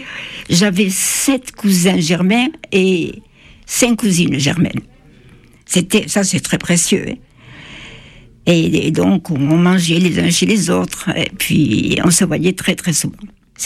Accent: Toulouse, Occitanie, France; nous sommes revenus à Toulouse. Mes parents avaient gardé l'appartement, là où je suis née.

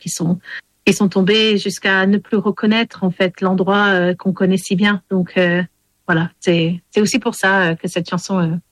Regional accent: Wales, United Kingdom; Le français, en fait, c'est ma langue maternelle parce que c'est ma mère qui me parle français. Et ma mère m'a élevée au Pays de Galles. Et c'est pour ça que ce n'est pas ma langue maternelle parce qu'en fait, c'est l'anglais qui a pris le dessus sur le français.

